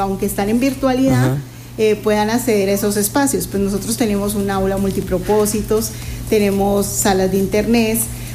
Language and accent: Spanish; Cauca, Colombia; moved away as an adult; now in Los Llanos, Colombia; Yo soy de Caucana